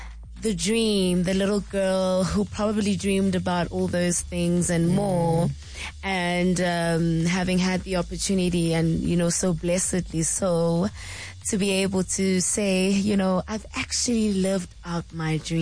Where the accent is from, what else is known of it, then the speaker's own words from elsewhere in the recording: Eastern Cape, South Africa; moved away; also born or lived in Pretoria / Johannesburg; I'm from the Eastern Cape.